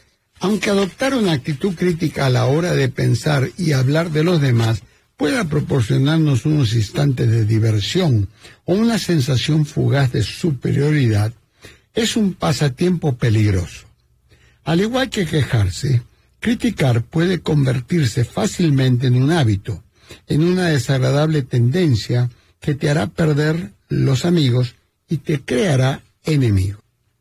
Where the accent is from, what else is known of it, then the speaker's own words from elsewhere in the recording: Argentina; Soy fanático, saben, como argentino me gusta comer carne, y me encanta ir al Gaucho.